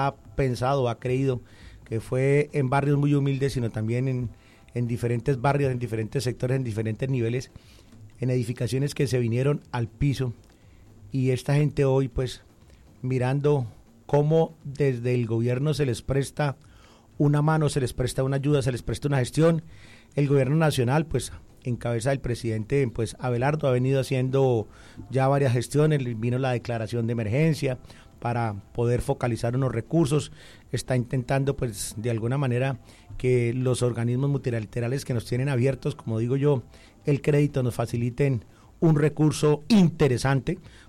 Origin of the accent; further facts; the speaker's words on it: Colombia; porque somos colombianos y tenemos que respaldar a nuestra gente.